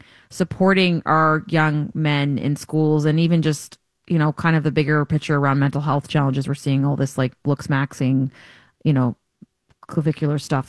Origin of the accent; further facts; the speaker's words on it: Amherstburg, Ontario, Canada; because of where I grew up in Amherstburg and all those things.